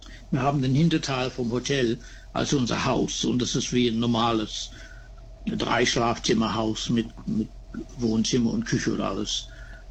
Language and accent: German; Adelaide, South Australia, Australia; moved away as an adult; Und Australien habe ich das besser gefunden, weil ich hier aufgewachsen bin.